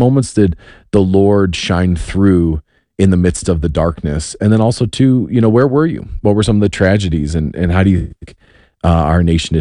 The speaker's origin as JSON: {"language": "English", "town": "Wheaton", "region": "Illinois", "country": "United States", "tie": "born or raised there", "said": "I grew up in Wheaton, Illinois."}